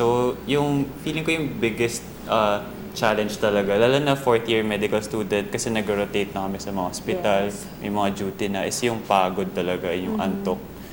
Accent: Pasig, Metro Manila, Philippines; Ako, taga Pasig.

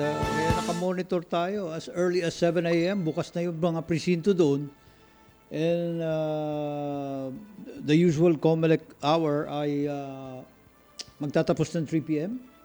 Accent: Mindanao, Philippines; Taga Mindanao po ako.

